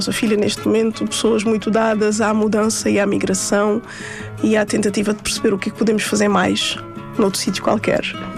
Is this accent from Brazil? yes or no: no; Cape Verde; nós crescemos em minha casa, em Cabo Verde, nós crescemos com uma ligação muito forte à música e à cultura, não só cabo-verdiana e guineense, mas também brasileira.